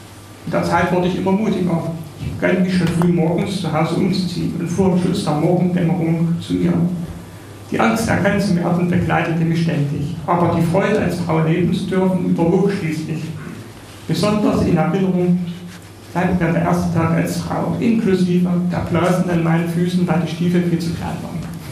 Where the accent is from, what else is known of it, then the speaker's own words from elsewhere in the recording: Germany; Okay, und ich stamme ja aus Oldeslem.